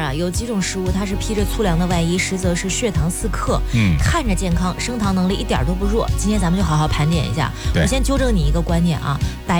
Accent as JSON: {"language": "Chinese", "region": "Henan", "country": "China", "said": "我们河南话"}